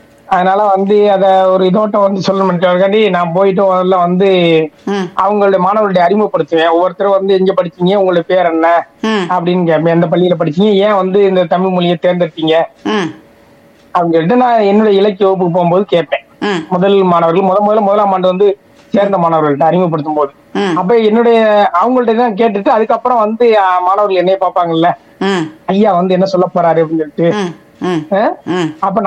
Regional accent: Karaikudi, Tamil Nadu, India; also born or lived in Mannargudi / Paramakudi; என்னுடைய சொந்த ஊர் வந்து எஸ் காரைக்குடி என்ற ஒரு ஊரு, சிற்றூர். நான் முத முதல்ல வேலை பார்த்தது வந்து மன்னார்குடி, அதுக்கப்புறம் வேலை பார்த்தது பரமக்குடி.

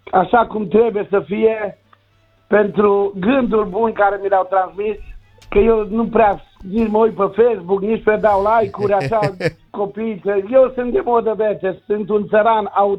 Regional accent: Romania; noi suntem români

